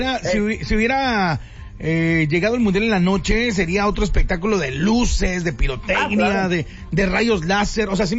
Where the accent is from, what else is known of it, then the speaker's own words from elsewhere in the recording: Mexico; ahí estaremos los mexicanos, porque eso somos corazón los mexicanos.